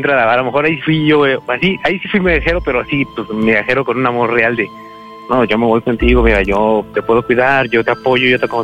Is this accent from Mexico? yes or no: yes; Mexico City, Mexico; born or raised there; now in Veracruz, Mexico